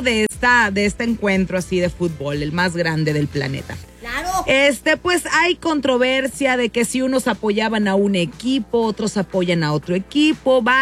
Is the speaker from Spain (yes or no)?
no; Mexico